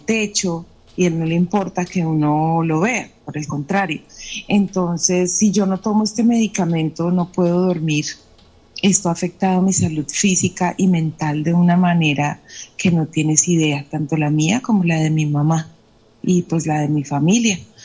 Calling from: Colombia; como una colombiana de bien que soy.

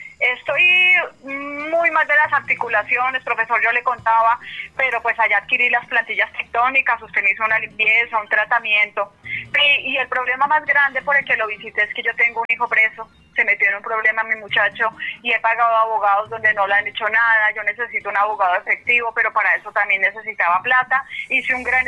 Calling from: Honda, Tolima, Colombia; De Onda Tolima.

